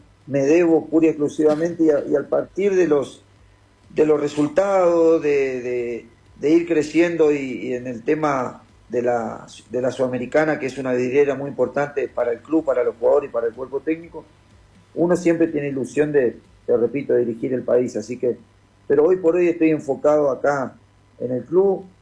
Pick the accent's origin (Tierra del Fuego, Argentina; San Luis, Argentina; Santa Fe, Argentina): Santa Fe, Argentina; Reconquista; also born or lived in Spain; now in Peru; soy argentino, soy de Reconquista, pero hace 24 años que vivo en España. Uh-huh. Ahora hace 3 años, 4 que estoy acá en Perú por motivos laborales